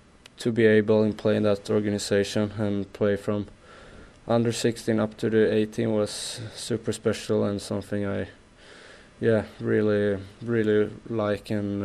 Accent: Västra Götaland, Sweden; My hometown is pretty close to Gothenburg.

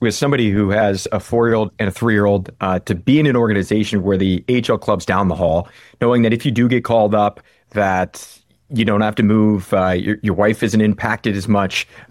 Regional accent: California, United States; I grew up in California

